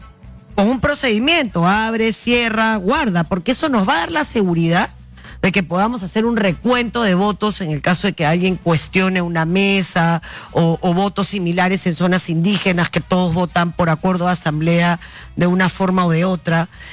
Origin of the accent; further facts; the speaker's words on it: Tacna, Peru; Y la segunda mayor votación ha sido en Tacna, mi tierra también, muchas gracias.